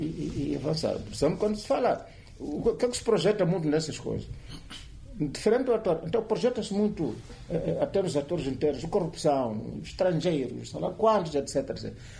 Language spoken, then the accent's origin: Portuguese; Mozambique; Bom, naturalmente que eu, como moçambicano, esperava um bocadinho mais, não é?